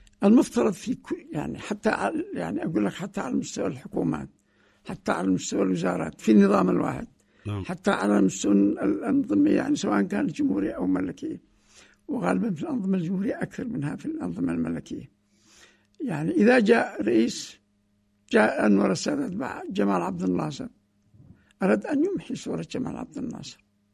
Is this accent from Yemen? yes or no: yes; Yemen; عندنا في اليمن